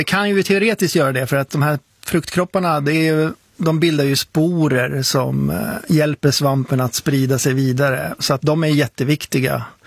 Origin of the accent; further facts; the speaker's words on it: Sweden; Jag är svensk, det är hemligt.